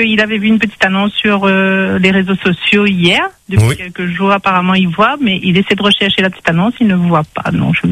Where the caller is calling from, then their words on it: Bras-Panon, Réunion; De Brapanon.